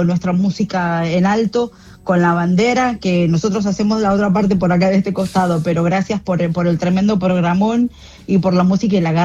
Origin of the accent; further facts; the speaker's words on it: Luis Guillón, Buenos Aires Province, Argentina; now in United States; nos hicimos una quinta atrás de la casa, hicimos una quinta como teníamos ahí en Luis Guillón, que somos de Luis Guillón.